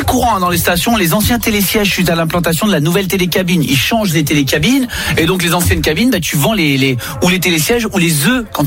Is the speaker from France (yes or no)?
yes; south of France, France; tu sais que je suis supporter de l'OM parce que je suis du Sud